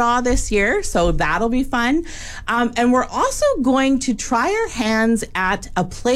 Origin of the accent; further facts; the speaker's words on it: Japan; moved away; I grew up in Japan.